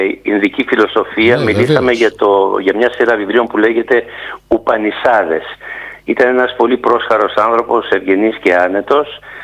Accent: Tholopotami, North Aegean, Greece; Είμαι στην πατρίδα μου στοιχείως. Το χωριό μου λέγεται Θολό Ποτάμι.

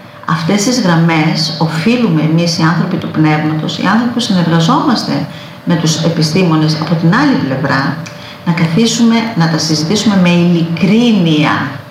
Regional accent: Greece; Ως Ελληνίδα σκέφτομαι

